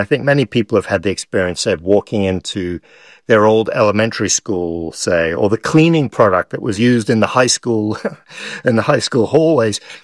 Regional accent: Paris, Île-de-France, France; I grew up in Paris and near Paris, where stepping on a lawn would get you in trouble, right?

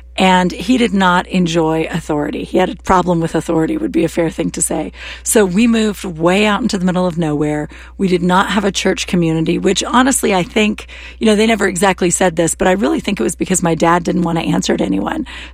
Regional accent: United States; I'm an American. I grew up here. I was non-denominational Christian. And when I met my husband, he was Serbian Orthodox.

